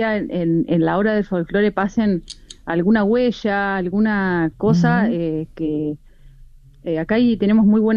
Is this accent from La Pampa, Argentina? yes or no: yes; La Pampa, Argentina; also born or lived in Río Cuarto, Córdoba, Argentina; yo te digo como pampeana, porque yo nací en Río Cuarto, pero al mes de vida me vine a vivir a La Pampa, o sea que soy más pampeana que otra cosa.